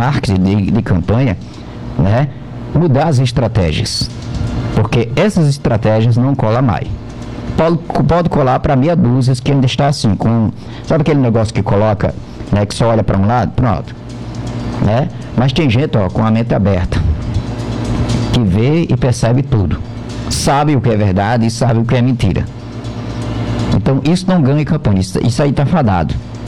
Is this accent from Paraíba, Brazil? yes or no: yes; Campina Grande, Paraíba, Brazil; moved away; Campina Grande, tá lá na minha terra